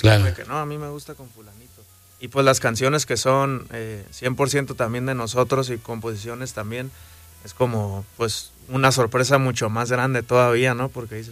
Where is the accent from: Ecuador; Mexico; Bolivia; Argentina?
Mexico; Tijuana, Baja California; nosotros Ajá. somos de Tijuana